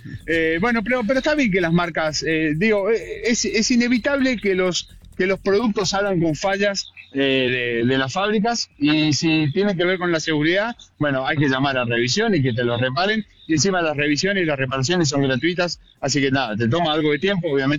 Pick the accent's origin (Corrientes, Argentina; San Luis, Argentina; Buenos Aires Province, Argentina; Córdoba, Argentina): Corrientes, Argentina; born there; moved away; Sí, de chico, de joven, allá en Corrientes.